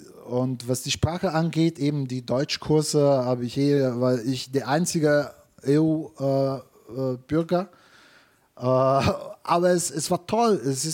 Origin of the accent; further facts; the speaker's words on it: Abruzzo, Italy; German is a second language; moved away as an adult; also born or lived in Bologna; now in Austria; Ich komme aus relativ Süditalien, weil Abruzzen war das gehörten zum damaligen Königreich von Neapel. Und wir sind der Nord des Südens.